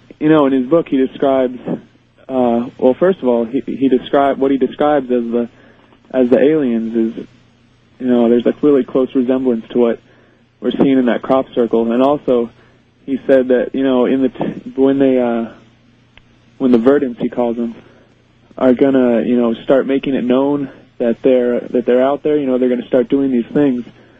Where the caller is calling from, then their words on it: Boulder, Colorado, United States; I'm calling from Boulder, Colorado.